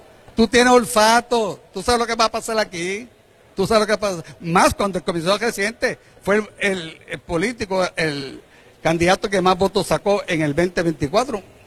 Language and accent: Spanish; Caguas, Puerto Rico; En 30 años que llevo en la política puertorriqueña, en la política de mi ciudad de Cagua, nunca, ni botellazo, ni más ¿ok?